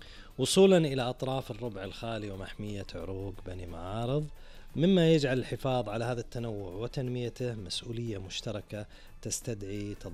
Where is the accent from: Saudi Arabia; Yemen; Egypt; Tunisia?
Saudi Arabia; بلادنا نجران